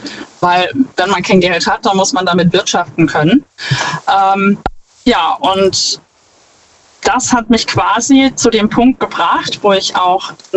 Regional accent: Schwetzingen, Baden-Württemberg, Germany; Ich bin aus Schwetzing.

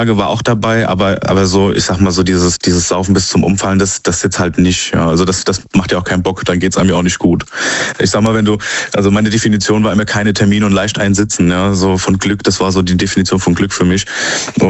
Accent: Rhineland-Palatinate, Germany; Zu Rheinland-Pfalz und ich komme eigentlich aus Rheinland-Pfalz.

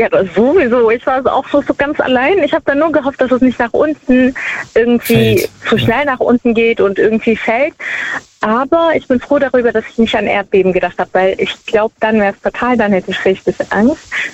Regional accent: Baden-Württemberg, Germany; Ich komme aus der Nähe von Stuttgart.

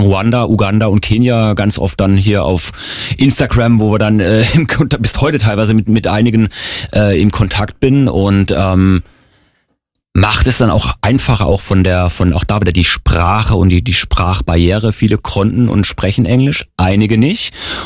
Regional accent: Germany; fragen mich ganz viel auch nach meiner Heimat, Deutschland, wo komme ich her

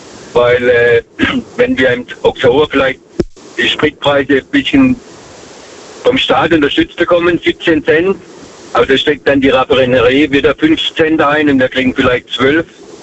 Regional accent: Herbolzheim, Baden-Württemberg, Germany; Grüß dich, Herbolzheim.

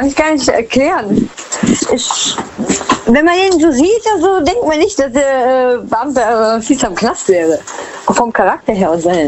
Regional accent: Rhineland-Palatinate, Germany; Hi, aus Westerwald.

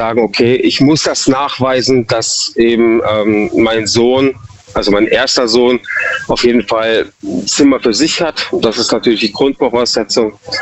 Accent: Munich, Bavaria, Germany; now in Freiburg, Germany

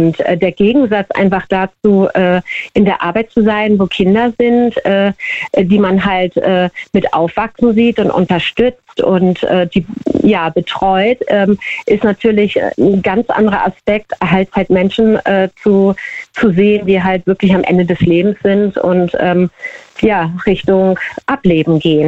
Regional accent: Hamburg, Germany; Ich komme aus Hamburg

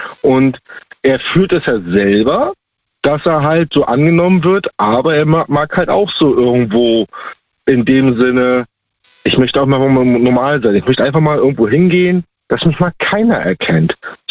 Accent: Baltic coast, Germany; Ich bin ursprünglich aus der Ostsee, da oben die Ecke, ne?

